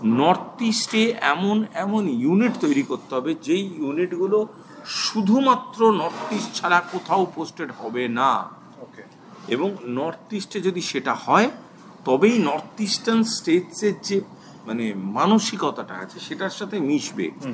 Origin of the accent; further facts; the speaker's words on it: West Bengal, India; আমাদের পশ্চিমবাংলার মানুষজনের মতনই, তারাও ভারতীয়, আমরাও ভারতীয়।